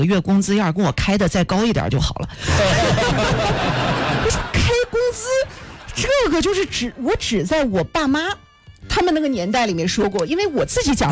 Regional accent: Henan, China; accent: Henan dialect; 我们讲河南话的时候

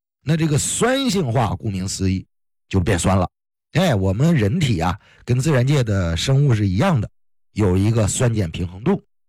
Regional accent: China; 那咱是中国人呢，咱用中医的习惯呢怎么办？

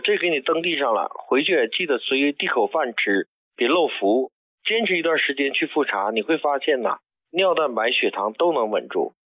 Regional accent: China; 但我们中国人呢就不是什么好事儿了。

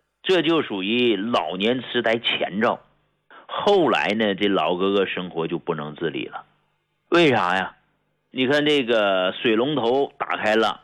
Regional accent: China; 就咱们都是中国人，都属于那个黄色人种，对不对？

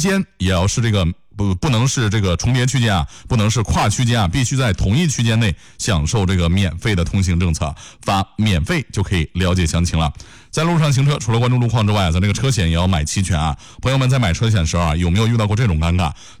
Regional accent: Henan, China; now in Zhengzhou, China; 在我们这个豫东地区呢

